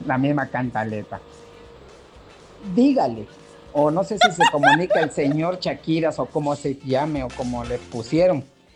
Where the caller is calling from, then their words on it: Tabasco, Mexico; Y pues soy tabasqueño y la sangre la tengo caliente.